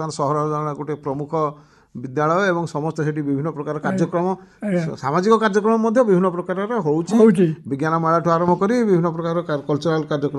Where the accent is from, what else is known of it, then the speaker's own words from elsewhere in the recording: Odisha, India; ତେଣୁ ବାର ମାସରେ ତେର ପର୍ବ ଲାଗିକି ରହିଛି ଆମ ରାଜ୍ୟରେ, ତା ଭିତରେ ଆମେ ରାଜ୍ୟର ଗର୍ବର ସହିତ କହୁଛୁ ଆମେ ଓଡ଼ିଆ